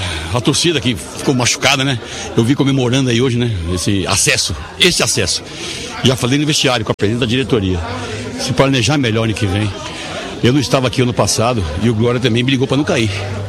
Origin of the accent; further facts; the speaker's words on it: São Paulo, Brazil; que eu sou de São Paulo, estou muito tempo em São Paulo militando lá.